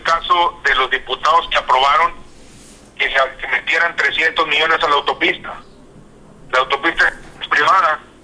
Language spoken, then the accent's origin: Spanish; Nueva Rosita, Coahuila, Mexico; Allá en mi pueblo, donde yo soy, en Rosita